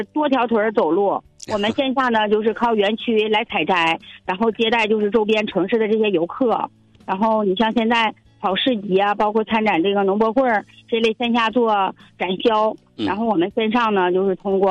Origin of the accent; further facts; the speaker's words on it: Jilin, China; 让更多的咱们吉林人，包括咱们外省过来的好多人啊，也都知道啊